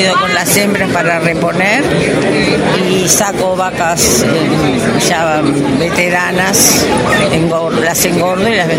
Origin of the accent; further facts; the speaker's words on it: Montevideo, Uruguay; moved away as an adult; now in Canelones, Uruguay; soy de familia de campo, aunque me estudié y me crié en Montevideo también, alternativamente, campo y ciudad.